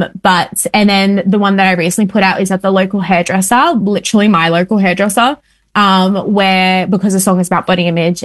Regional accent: Sydney, New South Wales, Australia; Without knowing that I was from Western Sydney, was like, oh, thank God for Western Sydney.

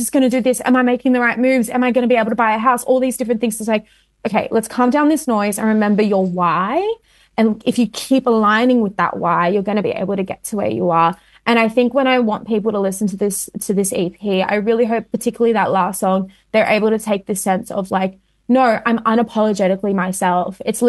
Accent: Sydney, New South Wales, Australia; Without knowing that I was from Western Sydney

